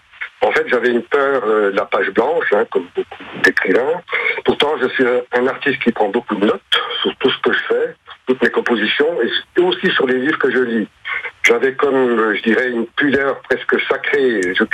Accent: Besançon, Bourgogne-Franche-Comté, France; born there; je suis né à Besançon il y a bientôt 60 ans

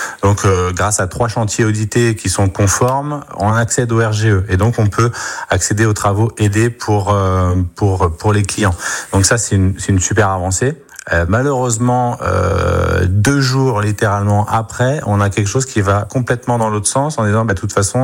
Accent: Normandy, France; c'est le sujet majeur chez nous dans la Manche.

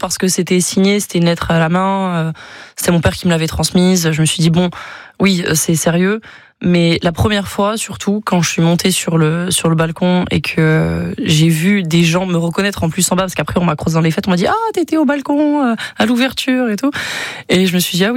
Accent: Bayonne, Nouvelle-Aquitaine, France; j'ai été présentée devant ma ville dans laquelle j'ai grandi, dans laquelle je suis née.

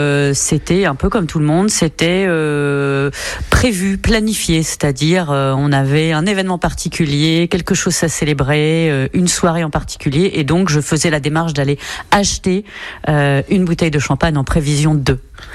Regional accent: central France, France; Je ne suis pas du tout champenoise à l'origine. Je viens du centre de la France.

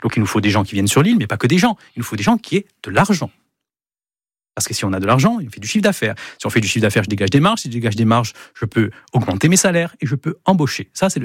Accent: Corsica, France

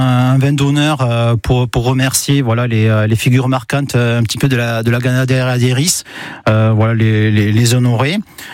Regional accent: Sainte-Colombe, Nouvelle-Aquitaine, France; Oui, c'est vrai, ça fait une trentaine d'années que je suis à Toulousette, parce que je suis natif de Sainte-Colombe.

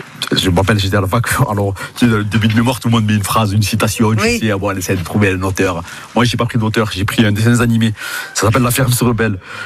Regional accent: Lodève, Occitanie, France; born or raised there

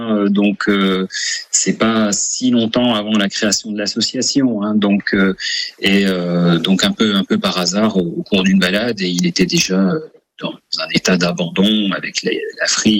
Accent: Besançon, Bourgogne-Franche-Comté, France; je suis né et grandi à Besançon, donc et puis j'ai encore des attaches familiales

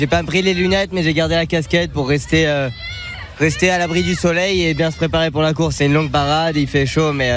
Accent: France; je pense que je suis un peu local, je suis français

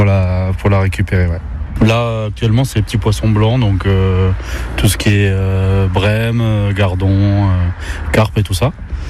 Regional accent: Bordeaux, Nouvelle-Aquitaine, France; Je viens de Bordeaux, moi, à la base.

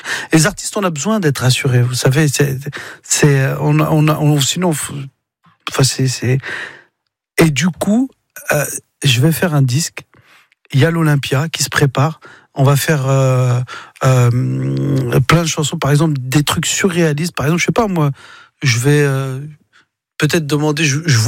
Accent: Mantes-la-Jolie, Île-de-France, France

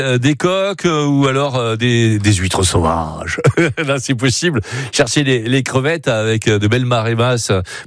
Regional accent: Pays de la Loire, France; en tout cas chez nous, en Loire-Atlantique et en Vendée.

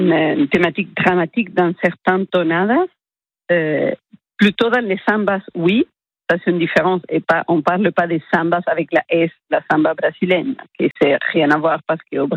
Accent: Mendoza, Argentina; French is a second language; moved away; les tonadas mendocinas, d'où je viens, de la région de Cujo, que c'est la région de vignobles, de soleil, des vendanges, des bons vins, de Malbec.

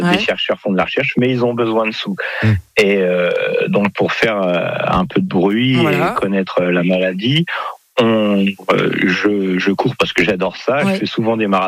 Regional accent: Normandy, France

